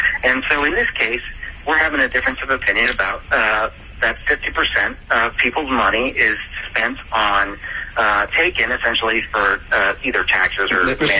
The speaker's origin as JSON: {"language": "English", "region": "Pennsylvania", "country": "United States", "tie": "born or raised there", "said": "I grew up in Pennsylvania, and I'm a Phillies fan."}